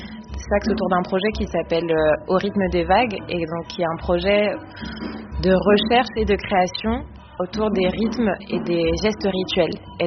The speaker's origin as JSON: {"language": "French", "country": "Martinique", "said": "c'est en Mania Vive, qui est traditionnelle de chez nous en Martinique."}